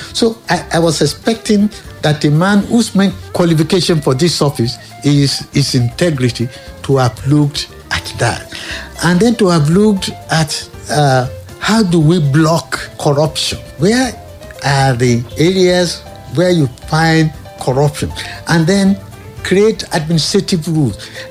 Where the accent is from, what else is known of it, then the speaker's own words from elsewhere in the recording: Nigeria; as a Nigerian